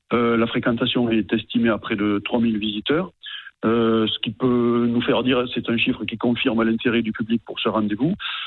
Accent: Vienne, Auvergne-Rhône-Alpes, France; Je suis natif de Vienne, donc je suis très très sensible à ça.

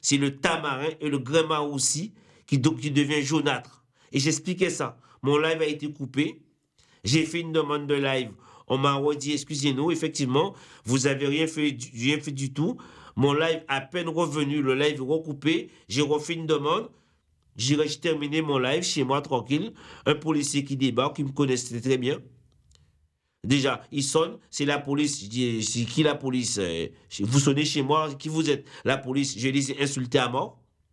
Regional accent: Guadeloupe; now in Paris, France; la façon que j'ai été élevé en Guadeloupe

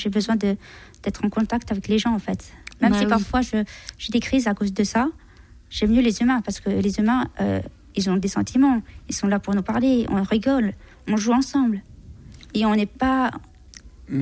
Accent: Colombia; moved away; c'est aller retourner dans mon pays natal, la Colombie. Voilà, de l'Amérique du Sud, parce que la Colombie, c'est tout pour moi, c'est mes origines, c'est là où je suis née

